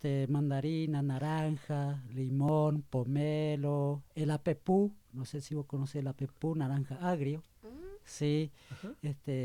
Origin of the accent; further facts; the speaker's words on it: Perutí, Misiones, Argentina; Sí, yo me acuerdo cuando era niño, allá en Perutí, ellos cultivaban, la mayoría, la yerba, cultivaban los abuelos.